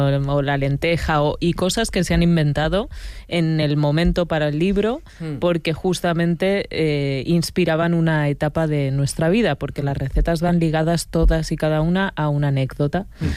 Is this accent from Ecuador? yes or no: no; Extremadura, Spain; Es que yo soy muy extremeña.